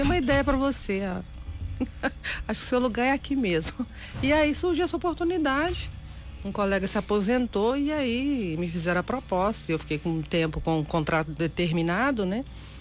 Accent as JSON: {"language": "Portuguese", "town": "Juiz de Fora", "region": "Minas Gerais", "country": "Brazil", "tie": "born or raised there", "moved": "as an adult", "lives_now": "Rome, Italy", "said": "Nascida, crescida aqui, criada aqui, até os 20 anos eu morei, né? Em Juiz de Fora e depois fui pra Roma"}